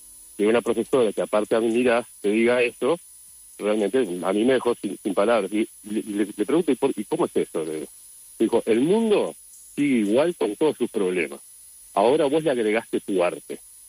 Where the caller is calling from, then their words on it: Uruguay; todos mis hermanos tienen nombres italianos. Pero no, soy bien uruguayo.